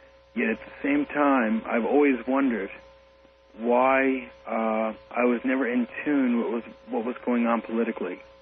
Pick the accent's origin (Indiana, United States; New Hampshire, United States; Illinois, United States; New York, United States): New York, United States; Huntington; No, I'm from Suffolk County. I'm from Huntington.